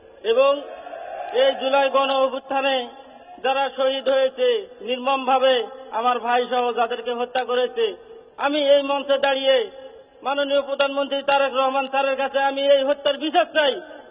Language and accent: Bangla; North Bengal, Bangladesh; আমি উত্তরবঙ্গের মানুষ, আমরা একটু সবসময় অবহেলিত এলাকার মানুষ